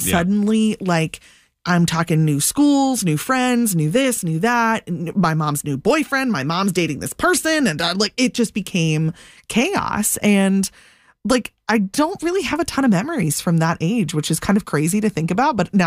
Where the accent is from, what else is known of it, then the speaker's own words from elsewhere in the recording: United States; I grew up about 15 minutes from the radio station here. Like I'm from the Severn area, went to school here, spent most of my life here. I grew up in what I would say was kind of like a nominally Christian household.